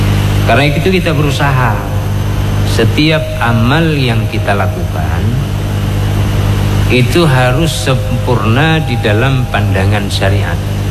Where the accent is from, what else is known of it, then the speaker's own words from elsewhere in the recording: Aceh, Indonesia; rasa kita orang Aceh